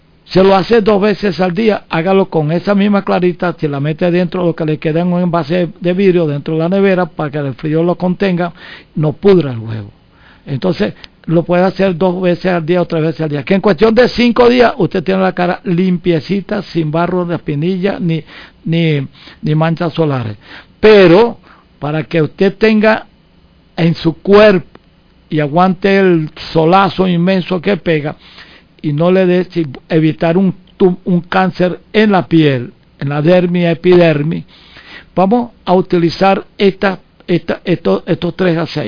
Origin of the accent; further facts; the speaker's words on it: Venezuela; born there; moved away; Yo nací en Boca de Drago, a 17 para 18 horas de aquí de la ciudad capital.